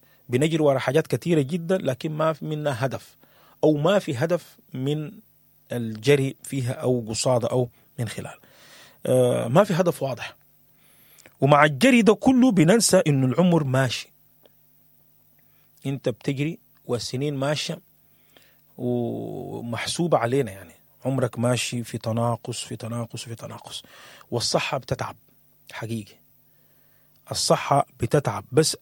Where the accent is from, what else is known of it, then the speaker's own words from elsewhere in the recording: Sudan; ولا زي ما بقول إحنا كسودانيين بس الحمد لله بنقول